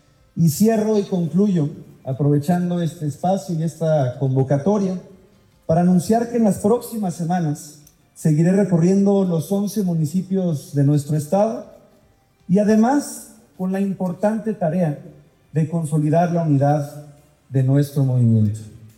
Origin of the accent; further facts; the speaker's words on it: Cancún, Quintana Roo, Mexico; que yo recuerdo desde que era niño, yo que nací, crecí en Cancún.